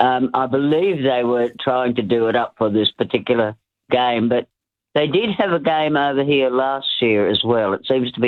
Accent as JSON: {"language": "English", "town": "Bunbury", "region": "Western Australia", "country": "Australia", "tie": "born or raised there", "said": "The Dockers are playing in my hometown, Bunbury."}